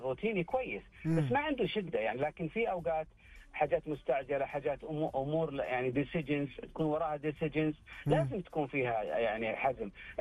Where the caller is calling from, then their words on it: Riyadh, Riyadh Province, Saudi Arabia; من الرياض.